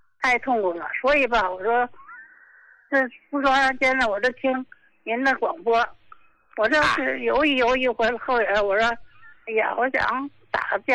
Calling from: Qinhuangdao, Hebei, China; 我是秦皇岛的，我今年68了。

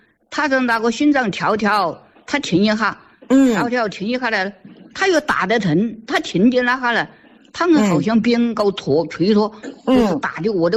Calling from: Changde, Hunan, China; 我是常德鼎城区。

